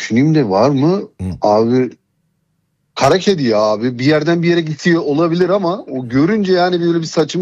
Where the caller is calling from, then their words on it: Antalya, Turkey; Antalya'danım abi.